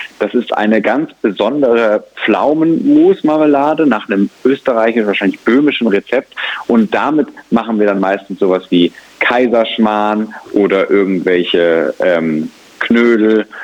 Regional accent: Eschwege, Hesse, Germany; auch in meiner Heimatstadt in Eschwege.

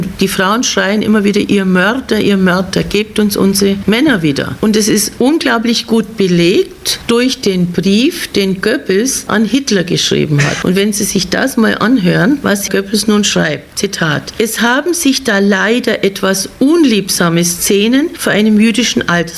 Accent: Bavaria, Germany; Also bei uns in Bayern ist das Wort Mischehen vollkommen damit besetzt, dass ein Evangelischer eine Katholikin heiratet oder umkehrt.

